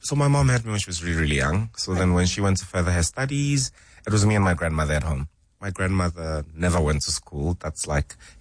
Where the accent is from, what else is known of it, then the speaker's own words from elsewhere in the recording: Thohoyandou, Limpopo, South Africa; born there; oh, I was born in Thohoyandou. I don't know much about Venda as a Bantustan, and it feels further now, but this body of work makes me want to go learn and understand my history better.